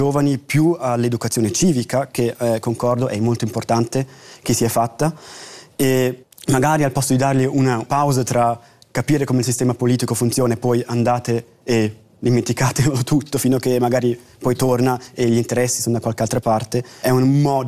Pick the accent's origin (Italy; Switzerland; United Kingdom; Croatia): Switzerland; noi come Svizzera